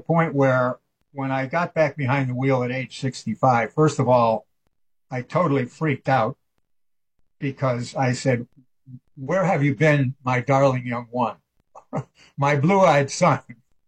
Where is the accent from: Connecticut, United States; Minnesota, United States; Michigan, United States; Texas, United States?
Connecticut, United States; East Hartford; Well, I grew up in East Hartford. My dad worked at Pratt & Whitney, and like everybody in East Hartford did.